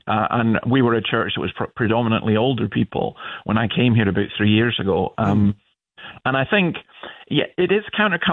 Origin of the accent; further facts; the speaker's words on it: Scotland, United Kingdom; also born or lived in Sydney; now in Newcastle, Australia; I couldn't believe when I came here because I'm from Scotland and I've no interest in rugby league at all.